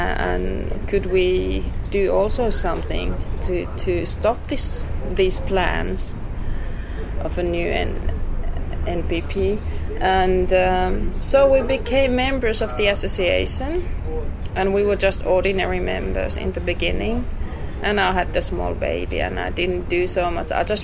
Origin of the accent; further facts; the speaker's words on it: Kalajoki, North Ostrobothnia, Finland; English is a second language; And the local Greens asked me to be their candidate in Kalajoki, in my hometown.